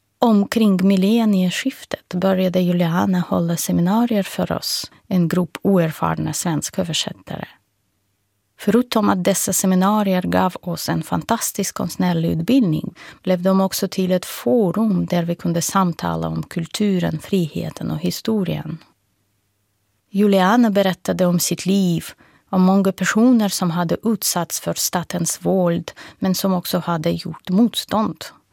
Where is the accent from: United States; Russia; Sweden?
Russia; moved away; kom det ingen stor och vacker förändring i mitt hemland